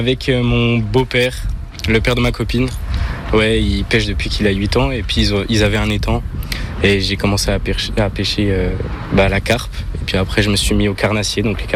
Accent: Fontaine, Bourgogne-Franche-Comté, France; Ouais, donc moi, je viens de Fontaine, donc c'est au-dessus de Beure. Je vais souvent pêcher à Beure, en dessous, puis même ici vers Chamard, vers Mico.

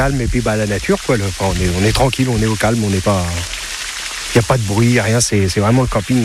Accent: Pouilly-l'Aiguillé, Pays de la Loire, France; Nous, on est de Pouilly-l'Aiguillé et mes enfants sont de Bouloir.

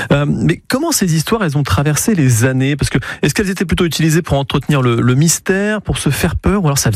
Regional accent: Normandy, France; ces légendes chez nous en Normandie.

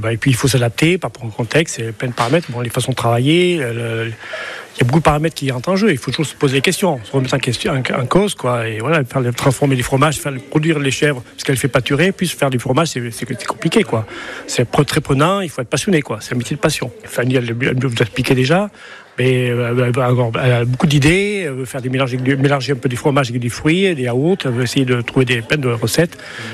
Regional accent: Auvergne-Rhône-Alpes, France; je suis le paysan, je suis en Ardéchois.

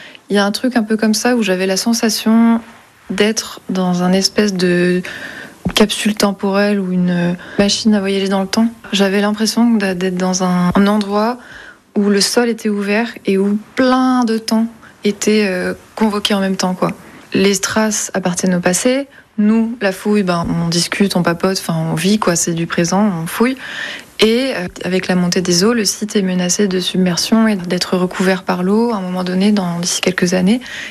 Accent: Lyon, Auvergne-Rhône-Alpes, France; born or raised there; moved away as an adult; also born or lived in Ardèche; now in Cotentin, France

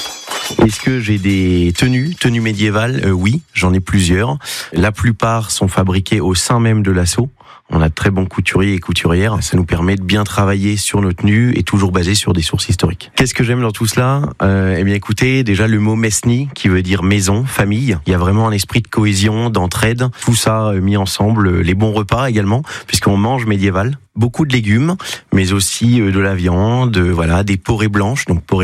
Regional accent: Blois, Centre-Val de Loire, France; born there; moved away as an adult; now in Le Mans, France; j'ai 28 ans, je suis né à Blois et je suis sur Le Mans depuis environ 8 ans.

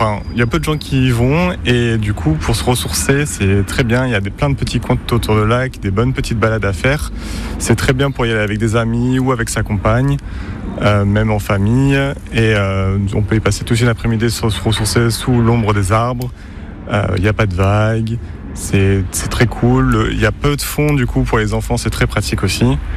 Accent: Bordeaux, Nouvelle-Aquitaine, France

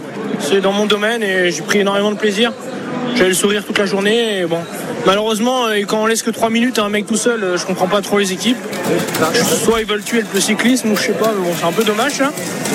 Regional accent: France; en tant que Français

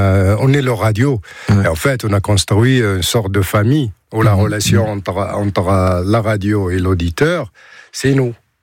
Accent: Ben Slimane, Casablanca-Settat, Morocco; French is a second language; moved away as an adult; now in France; Moi, je venais de loin. Je venais du Maroc.

